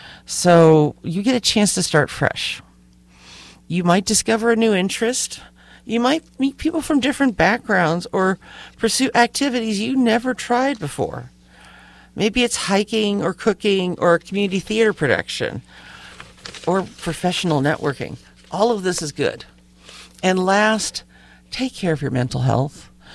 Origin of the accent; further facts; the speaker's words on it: California, United States; born there; moved away as an adult; also born or lived in Clarksville, Tennessee; now in Vermont, United States; that was a little change for the California girl.